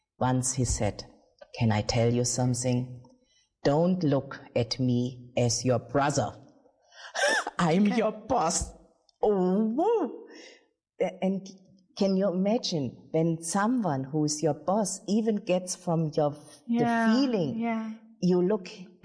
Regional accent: India

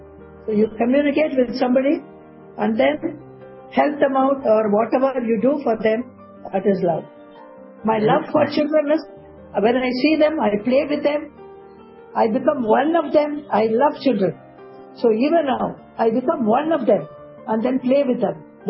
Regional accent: India; India is my country. I love India. I am an Indian. I don't like to go out anywhere. I'd like to stay in India, help people in India, and I'm an Indian.

